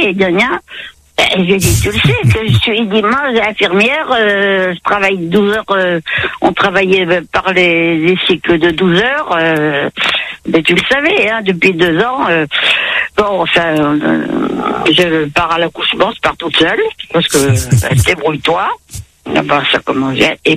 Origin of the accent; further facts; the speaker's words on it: Nouvelle-Aquitaine, France; Je suis originaire de Dordogne. Et c'est un petit village, pas très loin d'Hautefort, qui s'appelle La Bertrande.